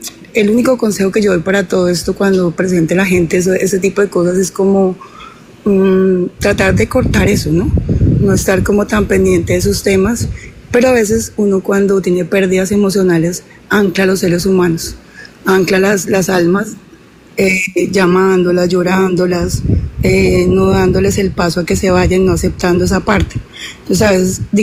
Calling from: Cali, Valle del Cauca, Colombia; Desde Colombia, lo mismo Cali

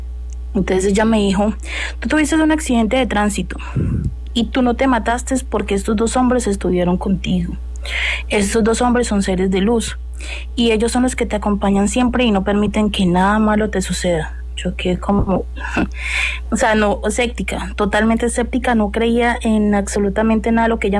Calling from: Leticia, Amazonas, Colombia; yo soy de acá, de Leticia, Amazonas, somos frontera con Brasil y Perú.

